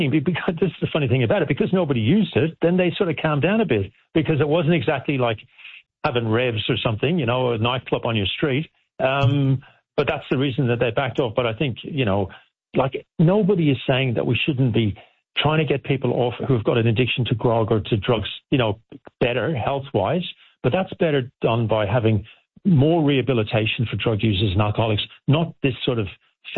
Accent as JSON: {"language": "English", "country": "Ireland", "said": "I am Irish, to be fair, though."}